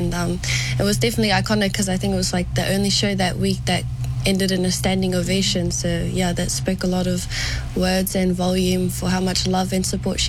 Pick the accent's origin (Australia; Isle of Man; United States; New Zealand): New Zealand; born there; I'm 18 years old and I was born in New Zealand, but we come from the villages, the islands of Aitutaki and Rarotonga.